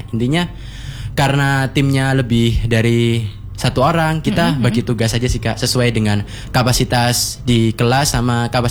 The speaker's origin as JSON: {"language": "Indonesian", "region": "East Java", "country": "Indonesia", "tie": "born or raised there", "said": "Dan aku sendiri juga orang Malang asli, cuma Kabupaten Malang Selatan."}